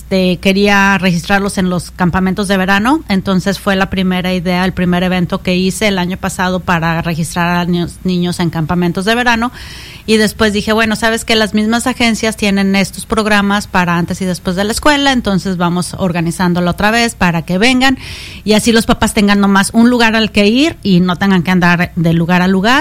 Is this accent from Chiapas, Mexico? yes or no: no; Guadalajara, Jalisco, Mexico; now in Sioux City, United States; Sí, sí, tengo, mi esposo y yo somos de Guadalajara y pues ya tenemos aquí casi 30 años.